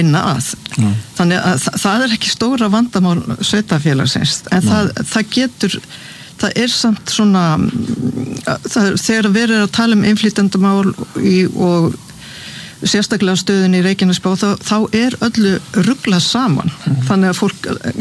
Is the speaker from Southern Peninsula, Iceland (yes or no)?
yes; Suðurnesjabær, Southern Peninsula, Iceland; að samfylkingin vann sigur í Suðurnesjabæ, mínum heimabæ fengu 34%